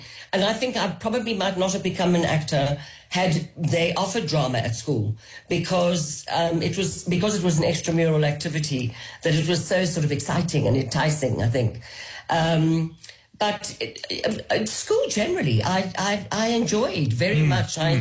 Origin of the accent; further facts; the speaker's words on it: Johannesburg, Gauteng, South Africa; growing up in Johannesburg was exciting, dangerous, but exciting.